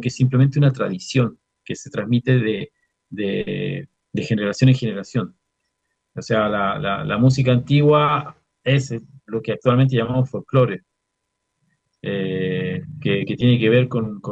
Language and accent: Spanish; Chuquicamata, Antofagasta, Chile; musicalmente yo nací en Chuquicamata, en el sentido de que mi primera escuelita de música fue el grupo folclórico de mis papás.